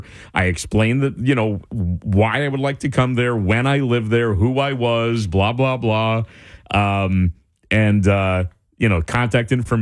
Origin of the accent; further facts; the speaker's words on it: Rahway, New Jersey, United States; With this one place where I grew up in Rahway. It was this one house where I spent the most number of years in my childhood. It was on Klein Place, right near the middle school.